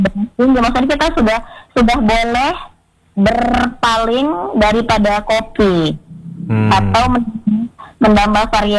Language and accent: Indonesian; Aceh, Indonesia; Ini kayak kita ini kan, Aceh ini kan masalahnya semua diambil dari luar.